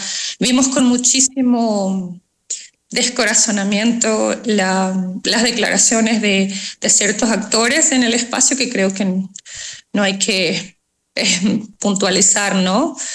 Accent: Esmeraldas, Ecuador; yo soy de Esmeraldas

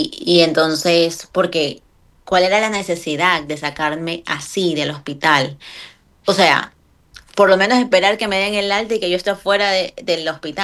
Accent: Ecuador; mi familia, como buenos ecuatorianos, somos bien acogedores

